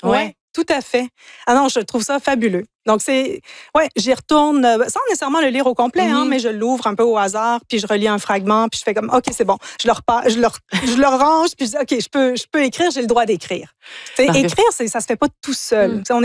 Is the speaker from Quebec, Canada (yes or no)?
no; Ontario, Canada; French is a second language; also born or lived in United States / England; Moi, je suis franco-ontarienne au départ, donc j'ai grandi dans l'univers anglophone. Mm-hmm. J'ai vécu aux États-Unis, en Angleterre. Donc, l'anglais, c'est un peu ma langue maternelle d'une bizarre de façon.